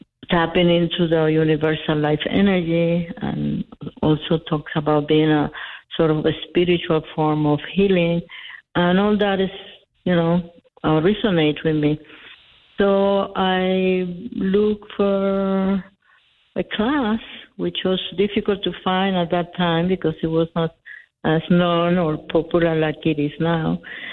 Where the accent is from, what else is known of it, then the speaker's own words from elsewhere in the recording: Dominican Republic; also born or lived in New York City; now in Albuquerque, United States; I'm from the Dominican Republic, and I came to the States via New York City, because my family was living there at the time I came. And then later, my husband and I moved to New Mexico, and that's over 30 years ago.